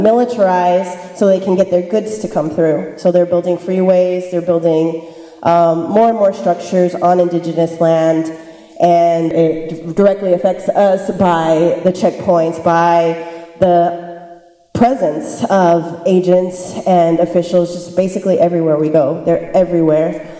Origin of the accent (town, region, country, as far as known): Arizona, United States